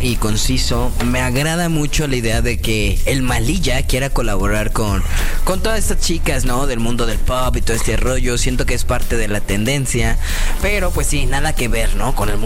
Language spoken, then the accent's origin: Spanish; Mexico; si somos mexicanos y nos estamos apoyando entre mexicanos